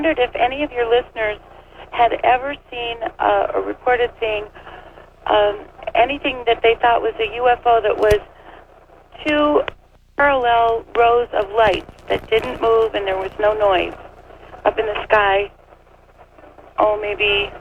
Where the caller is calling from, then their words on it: Agoura Hills, California, United States; Agoura Hills, California.